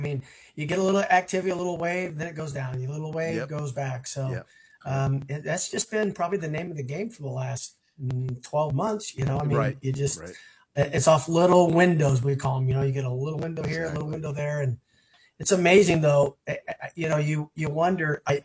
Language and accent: English; Carson City, Nevada, United States; moved away as an adult; also born or lived in Reno, Nevada / Texas; I've kind of been playing in two sandboxes, one in Texas and one in Nevada. So, I mean, I grew up in Carson City, born and raised in Reno, grew up in Carson.